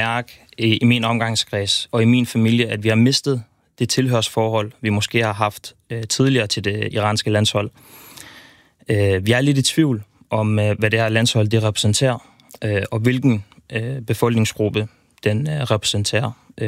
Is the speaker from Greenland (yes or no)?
no; Iran; derfor er det også utrolig svært som en iraner, der forsøger at følge med på begge sider